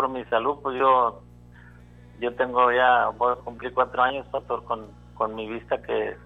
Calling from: Brownsville, Texas, United States; De aquí, de Brosville

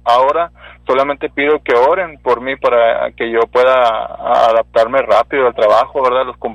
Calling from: Ciudad Acuña, Coahuila, Mexico; De Ciudad Acuña, Coahuila, y le hablo para darle mi testimonio

